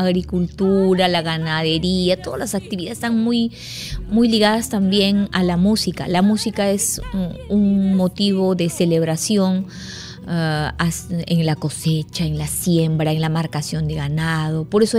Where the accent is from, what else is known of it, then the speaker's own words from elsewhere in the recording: Santiago de Paucaray, Ayacucho, Peru; Soy ayacuchana, de un pueblo muy pequeño, muy musical, de muchas fiestas.